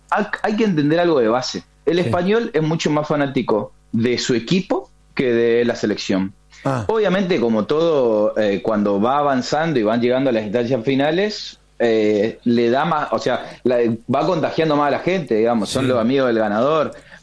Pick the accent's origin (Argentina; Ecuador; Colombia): Argentina; Corrientes; now in Spain; yo soy de Corrientes